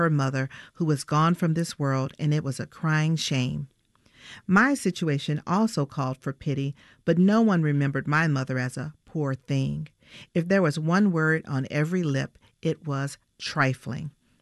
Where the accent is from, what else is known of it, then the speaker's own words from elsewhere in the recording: Atlanta, Georgia, United States; I did. I moved back to my hometown.